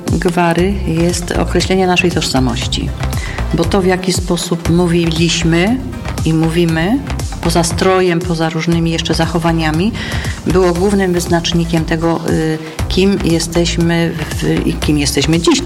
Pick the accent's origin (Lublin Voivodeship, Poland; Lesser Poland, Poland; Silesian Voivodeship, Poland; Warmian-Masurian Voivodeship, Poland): Silesian Voivodeship, Poland; Soła Valley; bo ja jestem z Doliny Soły, ona była bardziej ze wschodu. Takie właśnie mówienie na, tak się mówi, że tu w rejonie Koszaraby wszystko mówią na o, robio, bydo. U nas się mówi w Dolinie Soły bydę